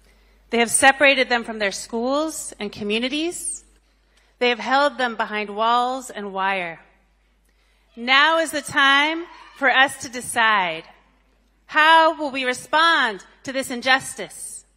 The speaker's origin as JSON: {"language": "English", "region": "Texas", "country": "United States", "said": "I'm from Texas, and along with my daughter, I've seen directly the suffering caused by ICE in my congregation."}